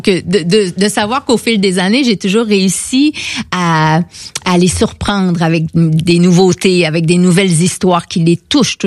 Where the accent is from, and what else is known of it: Quebec, Canada